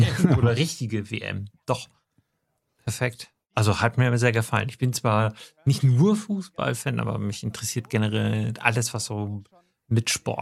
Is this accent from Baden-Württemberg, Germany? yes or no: no; Oldenburg, Lower Saxony, Germany; born there; ich bin ja gebürtiger Norddeutscher, ein Oldenburger mit ohne Akzent, hoffentlich.